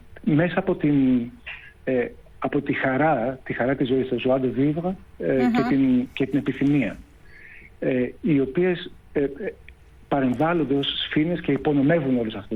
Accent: Athens, Attica, Greece; Εγώ είμαι Αθηναίος.

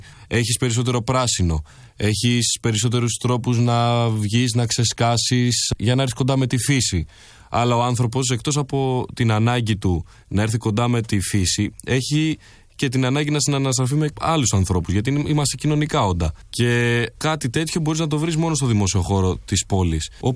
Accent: Crete, Greece; και εγώ είμαι από την Κρήτη, που είναι ένα πολύ ωραίο μέρος.

